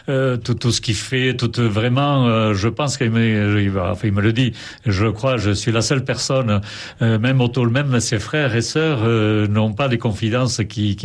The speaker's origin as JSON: {"language": "French", "region": "Nouvelle-Aquitaine", "country": "France", "said": "je suis basque et je suis catholique pratiquant."}